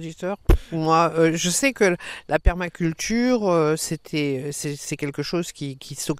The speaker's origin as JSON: {"language": "French", "region": "Hauts-de-France", "country": "France", "moved": "yes", "said": "moi je viens du Nord"}